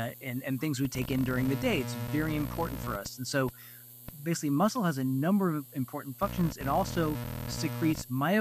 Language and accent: English; Kansas City, United States; He was a pediatrician who took care of so many thousands of kids in my hometown of Kansas City.